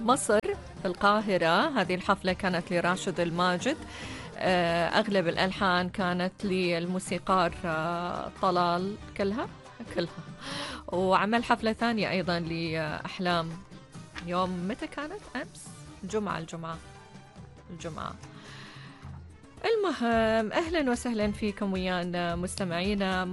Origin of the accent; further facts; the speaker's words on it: Oman; عندنا في عمان